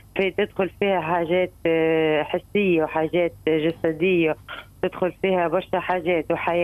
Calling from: Mahdia, Mahdia Governorate, Tunisia; معك من المهدية.

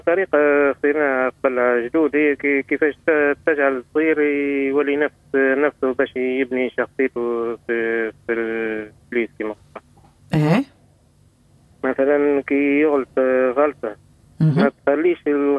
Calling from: Korba, Nabeul Governorate, Tunisia; من قربة ببيتنا.

